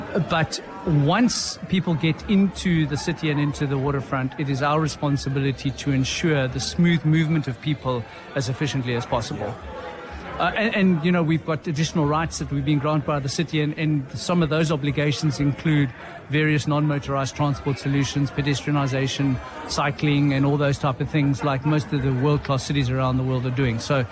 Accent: Durban, KwaZulu-Natal, South Africa; I'm from Durban.

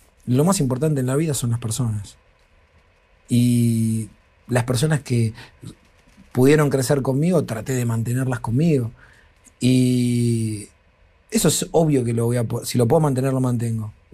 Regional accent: La Plata, Buenos Aires Province, Argentina; also born or lived in Tolosa; Porque yo vengo de ahí. Yo no nací en Recoleta. Yo nací en el barrio 19 de febrero de Villa Elvira. En realidad me crié ahí. Nací en Tolosa, en otro barrio en Rinquelé, picante.

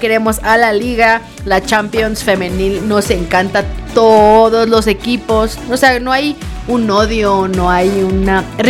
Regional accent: Hermosillo, Sonora, Mexico; ¿tú crees que como yo soy de Hermosillo y en Hermosillo siempre hay sol, yo siempre estoy de buenas?

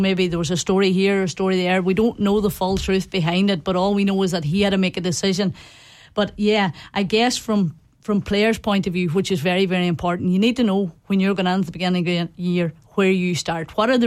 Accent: Tiernan, County Donegal, Ireland; the fact that I'm from Tiernan

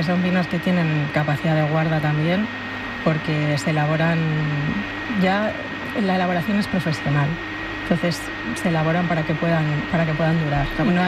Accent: Zaratamo, Basque Country, Spain; estaba en mi pueblo, en Zarátamo

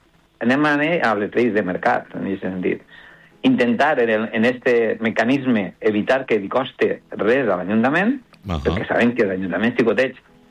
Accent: L'Olleria, Valencian Community, Spain; que jo soc d'Olleria, visquen allà l'home ferit, sí, soc ja mig adoptat, o sigui, soc mig i mig

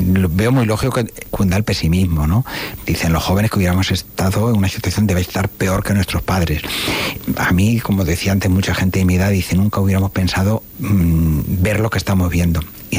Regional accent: Balearic Islands, Spain; algo que no valoramos hasta que nos salimos de España y nos salimos de Mallorca.

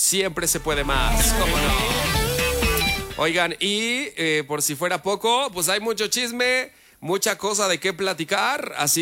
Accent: Mexico

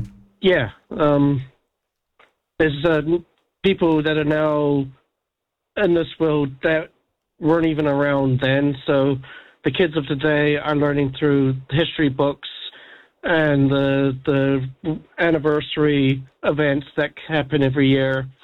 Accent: New Zealand; also born or lived in United States; But for me, as a New Zealander who was a child living in America at the time, it was a surreal, and it's something that's kind of etched in my memory.

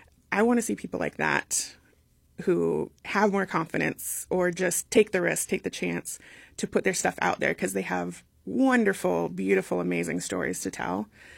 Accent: Alaska, United States; I'm Tlingit and Dena'ina. I was born in Craig on Prince of Wales Island, but as my dad was a state trooper, we moved pretty much every year. So I grew up literally all over Alaska. So Alaska is my home.

